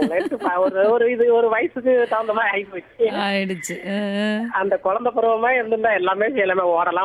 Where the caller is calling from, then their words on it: Chennai, Tamil Nadu, India; நான் போரூர் கான்ட்ராக்ட் பேசுறேன்.